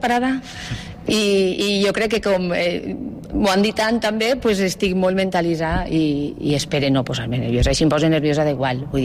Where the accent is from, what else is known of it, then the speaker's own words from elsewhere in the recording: Ontinyent, Valencian Community, Spain; com soc d'Ontinyent, com sempre els directors venen de fora, però com jo soc d'Ontinyent